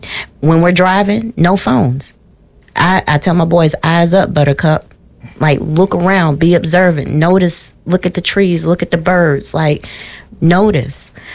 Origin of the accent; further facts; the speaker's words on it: the South, United States; Growing up in the South, there was no computer. There was not a cell phone.